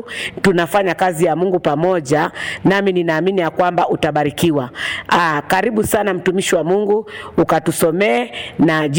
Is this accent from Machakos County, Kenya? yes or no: yes; Katoloni, Machakos County, Kenya; natoka Machakos County, mahali kunaitwa Katoloni 240.